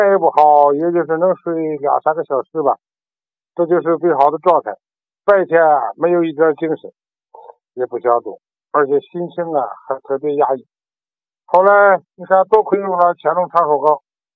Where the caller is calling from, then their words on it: Jinan, Shandong, China; 哎，汪老师，我是济南历下区的。